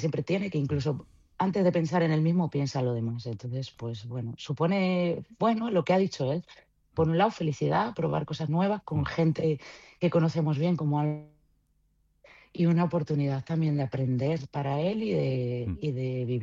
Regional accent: Zamora, Castile and León, Spain; Yo soy zamorana.

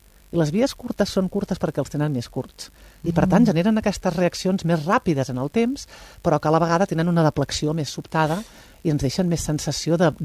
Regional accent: Prats de Lluçanès, Catalonia, Spain; Clar, tio, és que jo soc de Prats

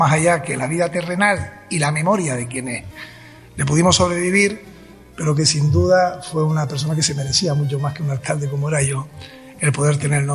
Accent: Arucas, Canary Islands, Spain; born there

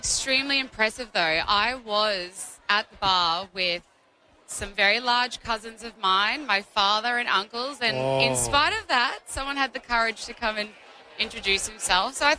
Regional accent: Proserpine, Queensland, Australia; moved away; I grew up in Proserpine on a cattle property there.

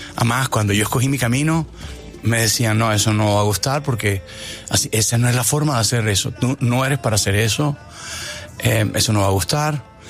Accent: Colombia; esa tradición oral que recibimos como colombianos de una gran diversidad.

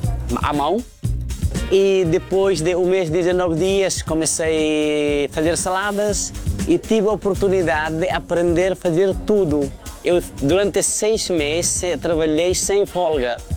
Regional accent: Nepal; Portuguese is a second language; moved away as an adult; Eu saí do Nepal quando eu tinha 18 anos, tinha vindo para 2 semanas férias.

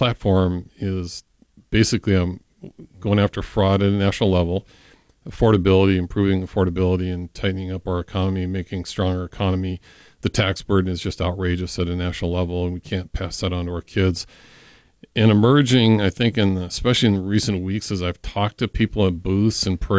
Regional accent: Montana, United States; moved away as an adult; also born or lived in North Dakota; I've lived in Minnesota since I've been a young adult. I grew up in Montana, North Dakota, and came to Minnesota

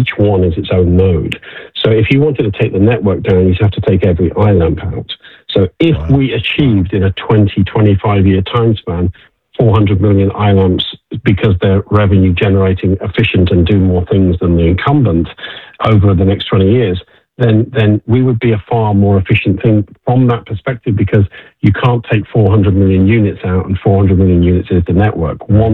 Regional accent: United Kingdom; And, I'm a Brit, but I still want America to win in this race.

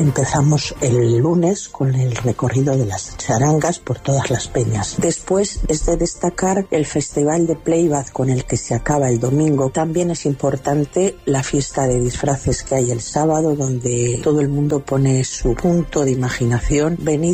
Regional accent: Castile and León, Spain; now in Palencia, Spain; Buenos días, aunque vivo en Palencia, soy un pueblo de Valladolid, Piñades Neva.

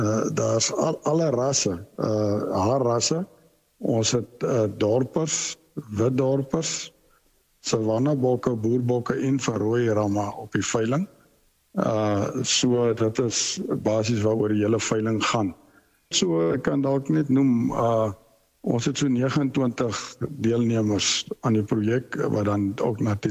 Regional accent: Northern Cape, South Africa; Nee, ek is nie van spesifiek die Griekwa stad omgewing nie. Ek is van die Noord-Kaap, ek boer in die Prieska omgewing.

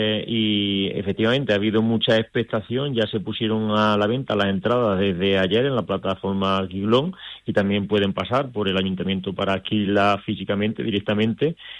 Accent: Spain; tenemos que estar orgullosos de decir que somos españoles

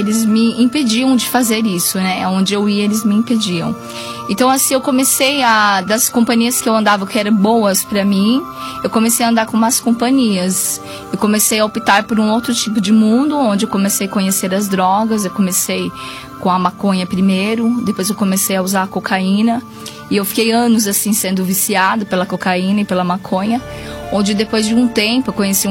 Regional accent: Bom Jesus dos Perdões, São Paulo, Brazil

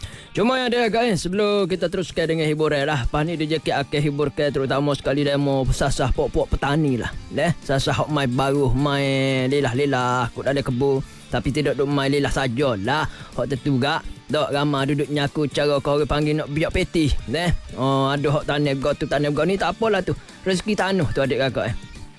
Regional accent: Kelantan, Malaysia; kita lah sebagai rakyat Kelantan

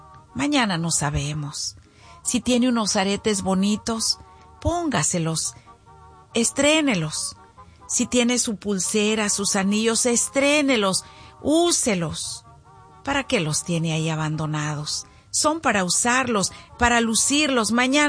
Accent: Zacualco de Torres, Jalisco, Mexico; moved away; allá en Zacualco de Torres, allá en mi pueblo

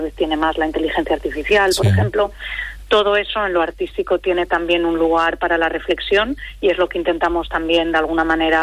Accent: Asturias, Spain; todo lo que nos ha conformado como asturianos y asturianas, ¿no? Toda esta tradición industrial propia de nuestro territorio.

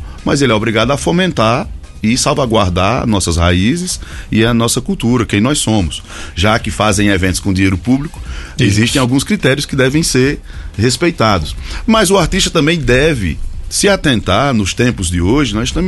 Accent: Ceará, Brazil; E também no Ceará, lá na minha região, na cidade do Crato e também na cidade de Juazeiro.

